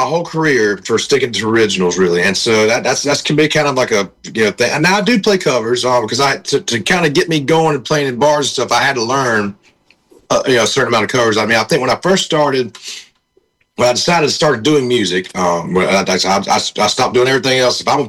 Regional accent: South Carolina, United States

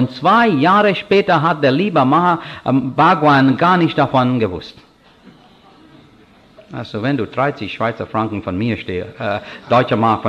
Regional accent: India; German is a second language; moved away; Meiner Meinung nach als Inder

